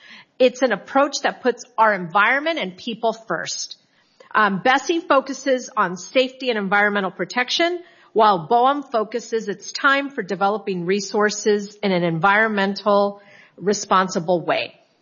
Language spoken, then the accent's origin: English; California, United States; As a Californian, I think this proposal will result in more risk for our coast